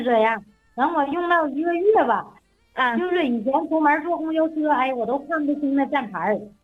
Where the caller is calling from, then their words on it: Shenyang, Liaoning, China; 哎，林老师好，我是沈阳的患者。